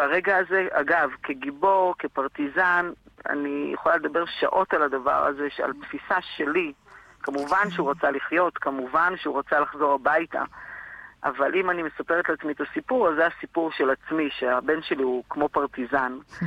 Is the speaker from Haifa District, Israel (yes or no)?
yes; Haifa, Haifa District, Israel; born there; נולדתי ב-1966 בחיפה, מקום מאוד מסודר